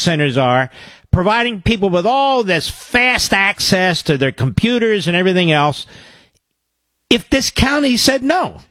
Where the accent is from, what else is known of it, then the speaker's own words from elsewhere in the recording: Pennsylvania, United States; transplant. Yeah, I'm from Montgomery.